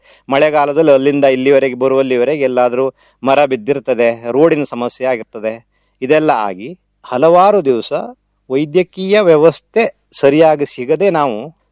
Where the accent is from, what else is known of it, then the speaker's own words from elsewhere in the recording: Maravalli, Karnataka, India; ಭಾರಿ ದೂರದಲ್ಲಿರುವಂತಹ ನಮ್ಮೂರಿಗೆ ಯಲ್ಲಾಪುರದಿಂದ ಡಾಕ್ಟರ್ಸ್ ಬರಬೇಕು.